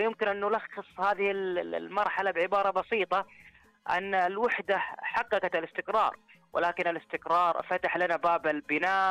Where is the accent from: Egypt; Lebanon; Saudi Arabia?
Saudi Arabia